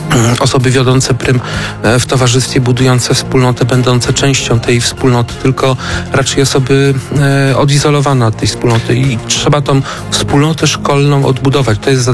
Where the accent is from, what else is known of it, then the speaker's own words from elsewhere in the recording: Kutno, Łódź Voivodeship, Poland; Ja jestem politykiem z Kutna, środek Polski.